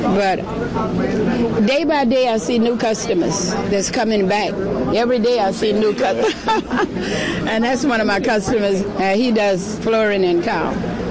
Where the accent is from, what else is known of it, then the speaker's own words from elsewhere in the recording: New Orleans, Louisiana, United States; I was born in New Orleans, went to school. That's my roots. I have to go home.